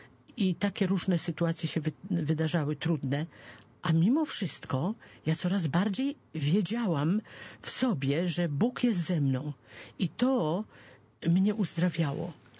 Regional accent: Laski, Masovian Voivodeship, Poland; wychowywałam się w Laskach

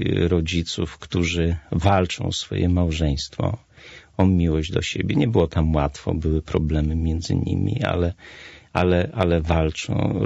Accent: Nowy Sącz, Lesser Poland, Poland; Pochodzę z Nowego Sącza, z miasta.

